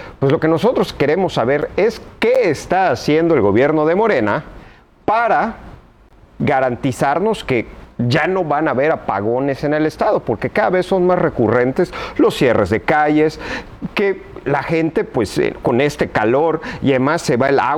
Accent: Yucatán, Mexico; no podemos nosotros como yucatecos pues acostumbrarnos a estos apagones

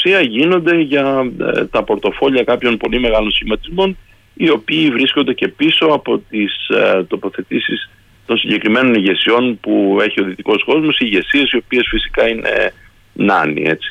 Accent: Greece; και αυτό το λέω και σαν Έλληνας

